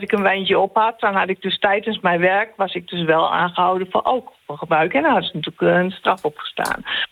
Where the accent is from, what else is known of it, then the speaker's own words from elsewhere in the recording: Enschede, Overijssel, Netherlands; moved away as an adult; Ik ben, ik ben geboren en getogen in Enschede. Ik ben daar op mijn 19e weggegaan. Ik ben via heel veel plaatsen in Nederland ben ik 4 jaar geleden teruggekomen. Ik werk nu in de zorg in Almelo.